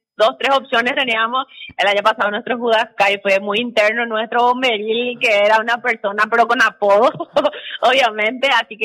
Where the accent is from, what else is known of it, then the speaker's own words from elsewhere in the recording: Paraguay; nosotros como paraguayos vamos a estar felices